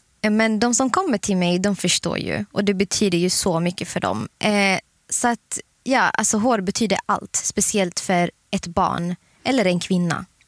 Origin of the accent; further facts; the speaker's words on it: Eritrea; now in Sweden; Dels, jag är afrikan. Jag är ursprungligen från Eritrea, så man är van vid att peruker finns i ens kretsar